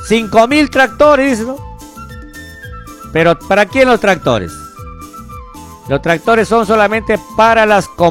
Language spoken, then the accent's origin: Spanish; Bagua, Amazonas, Peru; ¿de dónde eres? De Bagua. Ah, selvático, te dicen. Y la gente piensa que estamos en selva, ¿no? Y nosotros estamos pues en una ceja de selva, rodeado de cadenas de montañas, cerros.